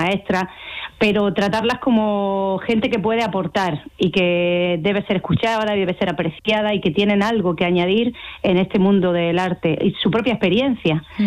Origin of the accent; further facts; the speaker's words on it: Almería, Andalusia, Spain; yo soy de Almería, nací en el Alquián, soy de la tierra